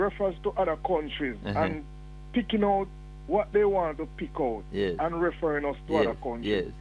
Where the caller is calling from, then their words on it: Jamaica; we as Jamaican and as motorists in general